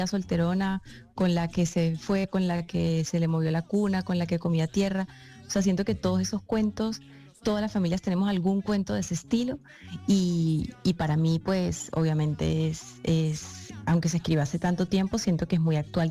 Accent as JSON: {"language": "Spanish", "town": "San Cristóbal", "region": "Táchira", "country": "Venezuela", "accent": "more Colombian than Venezuelan", "moved": "yes", "lives_now": "Spain", "said": "yo soy de San Cristóbal, que es frontera con Colombia, con Cúcuta. Entonces, en Venezuela dicen que los de mi tierra somos más colombianos que venezolanos, porque pues todos los fines de semana yo me iba a Cúcuta, hablo más como colombiana que como venezolana"}